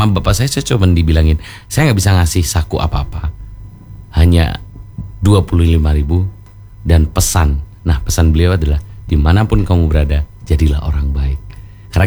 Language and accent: Indonesian; Bojonegoro, East Java, Indonesia; Saya orang Bojonegoro kebetulan.